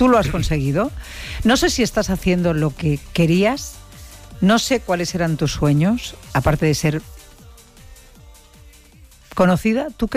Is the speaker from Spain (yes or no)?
yes; Extremadura, Spain; vas a Canarias, por cierto, y a mi tierra, a Extremadura.